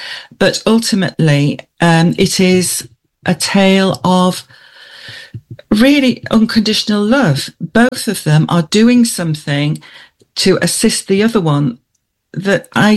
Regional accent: Yorkshire and the Humber, United Kingdom; also born or lived in Esholt; now in North West England, United Kingdom; I'm from Yorkshire originally, and but I've lived this side of the Pennines for a very long time now.

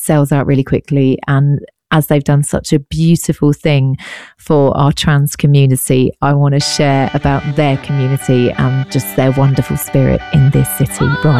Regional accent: Brighton, South East England, United Kingdom; Now, I'm from Brighton. That's my hometown. That's where I'm talking to you from.

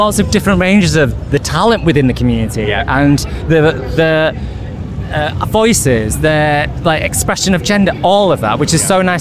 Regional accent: Yorkshire and the Humber, United Kingdom; I have been waiting to go into Trafalgar Square for so long as like a British Chinese man from Yorkshire, you know what I mean?

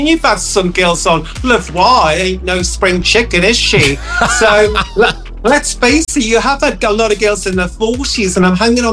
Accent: England, United Kingdom; We're all English. I'm 49 and I'm 50 in April

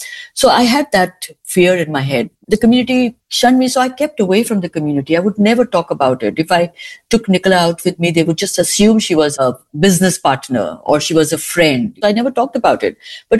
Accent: Mumbai, Maharashtra, India; I was raised in India, Mumbai. I'm not a Hindu. I'm a Catholic.

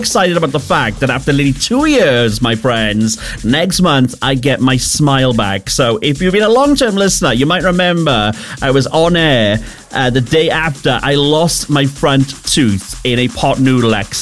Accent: Wales, United Kingdom; I'm Welsh.

